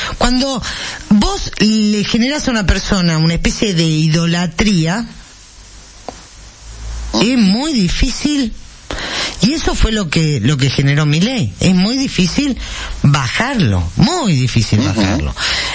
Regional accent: Argentina

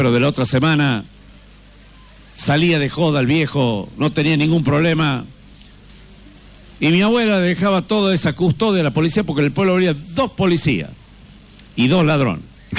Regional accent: Catamarca, Argentina; los que hemos nacido en pueblo tenemos grandes ventajas por lo que nací en las ciudades. ¿Por qué? Porque nosotros nos criamos con cosas básicas y elementales.

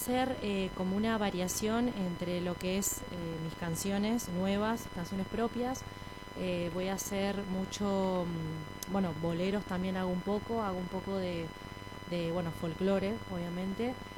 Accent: Ushuaia, Tierra del Fuego, Argentina; born there; moved away; desde que nací en Ushuaia

